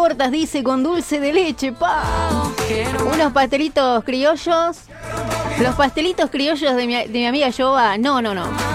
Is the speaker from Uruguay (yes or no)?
yes; Vergara, Treinta y Tres, Uruguay; Somos de Vergara, 33, ….